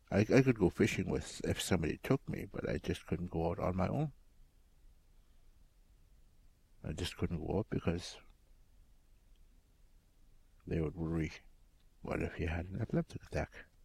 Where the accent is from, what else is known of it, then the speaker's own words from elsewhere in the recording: Garden Hill First Nation, Manitoba, Canada; I am from Garden Hill First Nation in Manitoba. Garden Hill is approximately 600 kilometers north of Winnipeg. I grew up over there, and I moved around at times.